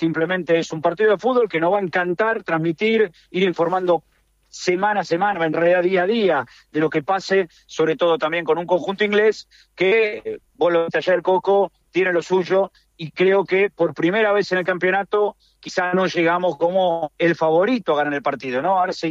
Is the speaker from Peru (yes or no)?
no; Argentina; somos argentinos